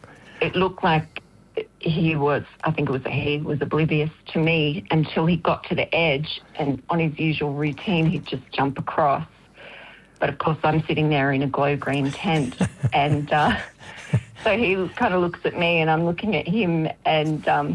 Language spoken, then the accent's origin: English; Australia; my hometown.